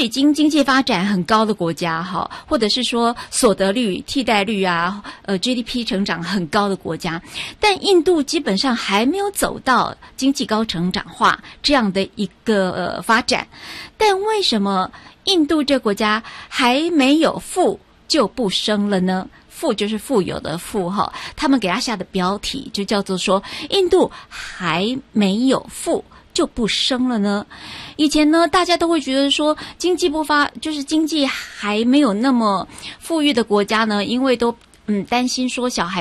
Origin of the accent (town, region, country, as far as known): Taiwan